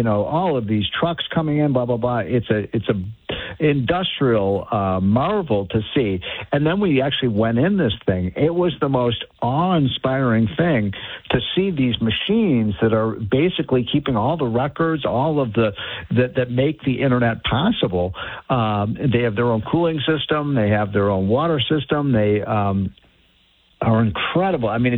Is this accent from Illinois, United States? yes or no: yes; Chicago, Illinois, United States; As you know, I'm from Chicago. One of the great cities of all time.